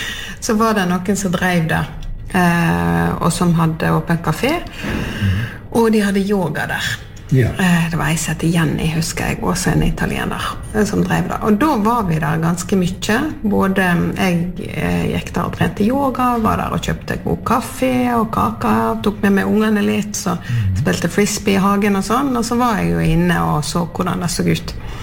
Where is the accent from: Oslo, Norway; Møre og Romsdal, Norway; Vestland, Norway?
Vestland, Norway; Sotra; Opprinnelig så ja. Kommer jeg fra Sotra.